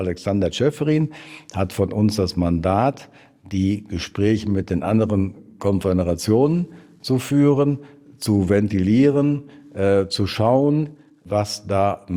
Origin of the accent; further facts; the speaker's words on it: Germany; Da müssen wir als Deutsche jetzt uns auch nicht zu lange drüber unterhalten.